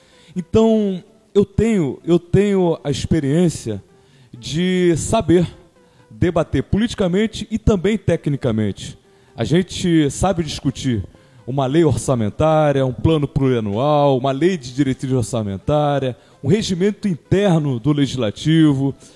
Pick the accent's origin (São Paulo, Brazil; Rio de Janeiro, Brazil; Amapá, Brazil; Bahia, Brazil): Rio de Janeiro, Brazil; Iguaba Grande; also born or lived in Araruama; Me trouxeram para Iguaba, onde lá eu sou morador desde que nasci.